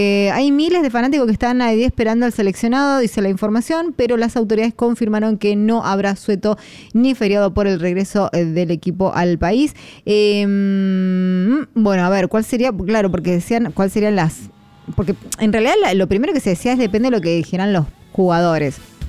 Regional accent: Argentina; Bien ahí, como buenos, como argentinos luchadores y resilientes que somos, claro que sí.

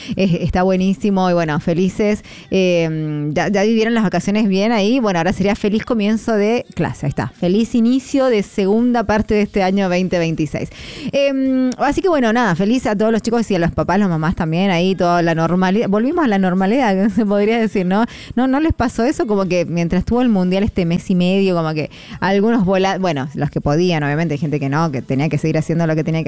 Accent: Argentina; Bien ahí, como buenos, como argentinos luchadores y resilientes que somos, claro que sí.

